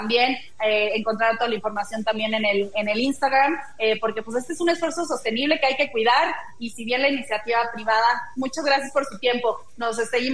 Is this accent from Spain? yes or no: no; Mexico; como mexicanos sí tenemos con qué